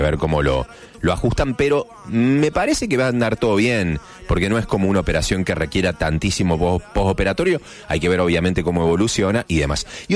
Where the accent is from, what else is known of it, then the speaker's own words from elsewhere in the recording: Argentina; nacido y criado en Argentina